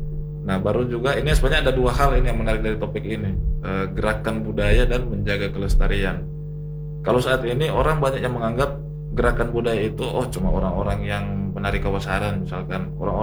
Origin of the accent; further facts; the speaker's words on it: North Sulawesi, Indonesia; itu karena sebagai dari identitas kita sebagai orang Minahasa, sehingga kenapa kita harus malu dengan identitas kita sendiri.